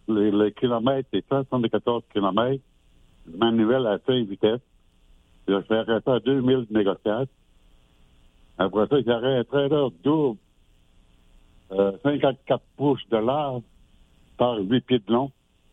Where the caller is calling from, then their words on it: Alma, Quebec, Canada